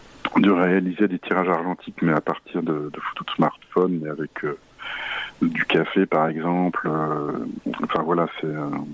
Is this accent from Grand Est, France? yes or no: no; Occitanie, France; justement, chez nous en Lozère et sur le Mont Lozère.